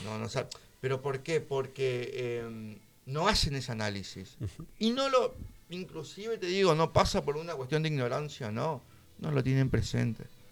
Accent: Reconquista, Santa Fe, Argentina; un privilegiado de vivir en una ciudad

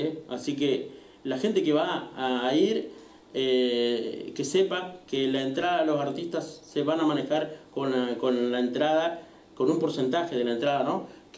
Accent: San Justo, Argentina; nosotros que somos de San Justo

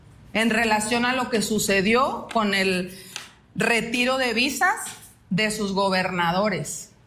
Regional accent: Chihuahua, Mexico

